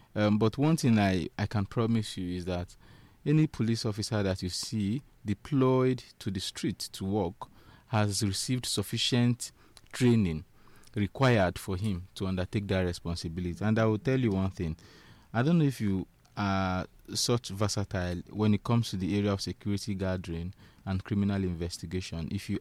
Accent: Nigeria; Yeah, I'm a Nigerian

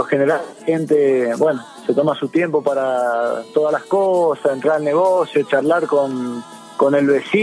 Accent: San Rafael, Mendoza, Argentina; now in Uspallata, Argentina; Soy de San Rafael, pero ahora trabajo en Uspallata. En Mendoza también, estoy más cerca de Capital.

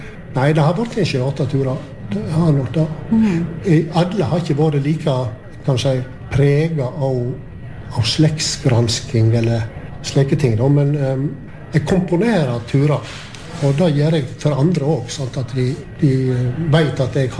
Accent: Gaupne, Vestland, Norway; jeg kommer jo ifra Gaupne

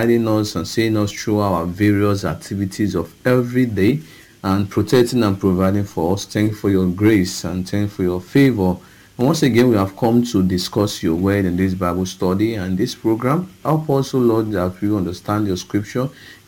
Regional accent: Okada, Edo, Nigeria; from Okada Town, Edo State, Nigeria.

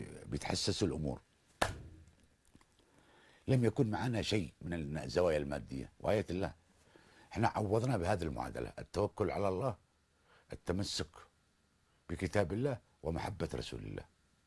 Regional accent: Yemen

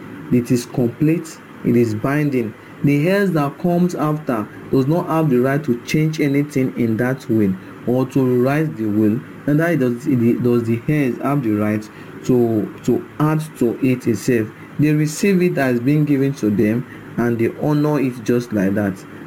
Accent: Okada, Edo, Nigeria; from Okada Town, Edo State, Nigeria.

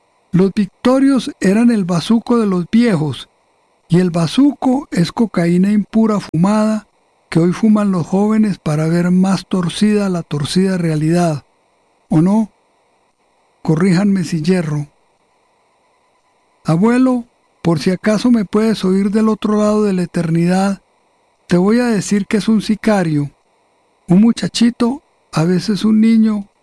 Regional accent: Medellín, Antioquia, Colombia; born there; sala de la casa de la calle del Perú de la ciudad de Medellín, capital de Antioquia. En la casa en donde yo nací

